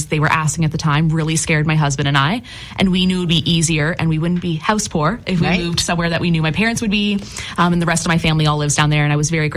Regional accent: Innisfil, Ontario, Canada; moved away as an adult; now in Nova Scotia, Canada; I grew up in Innisfil, which is right near Barrie. Lived there my whole life. And my parents are originally from Nova Scotia, from Cape Breton Island, to be more specific.

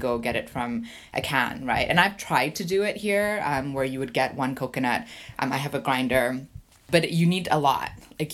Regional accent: Canada; when we were young kids, when we were growing up in Canada.

